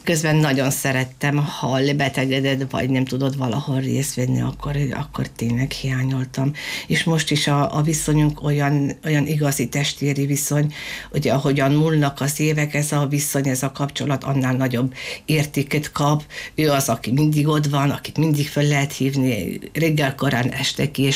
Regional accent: Dobrovnik, Prekmurje, Slovenia; Dobronakon születtem, ott is töltöttem a gyermekévemet.

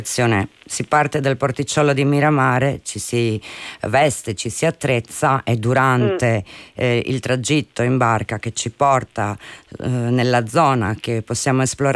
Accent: Istria County, Croatia; Beh, io lo faccio normalmente anche quando vado a nuotare in Istria dalle mie parti

